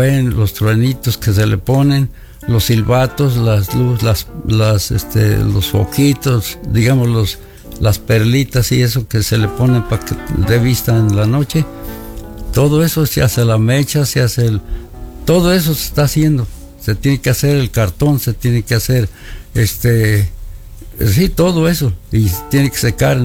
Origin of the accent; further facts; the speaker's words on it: Cazotitlán, Hidalgo, Mexico; moved away as an adult; also born or lived in Zacatlán; now in San Bartolo, Mexico; Pero yo no soy de aquí, soy de Cazotitlán, Hidalgo.